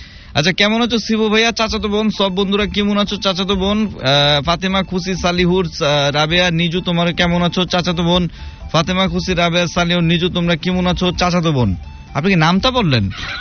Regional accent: Dhaka, Dhaka Division, Bangladesh; আমি ঢাকাইয়া কয়ে কোনো সরম নাই

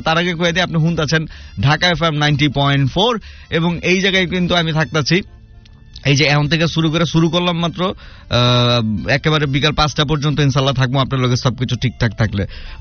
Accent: Bangladesh; এইটুকুই বুঝে আমি একজন বাংলাদেশি

